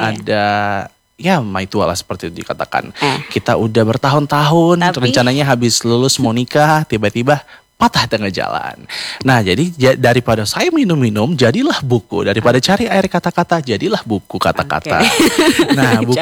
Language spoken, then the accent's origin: Indonesian; Baliem Valley, Highland Papua, Indonesia; kebetulan kami Walilo dari Lembah Balim, Papua Pegunungan.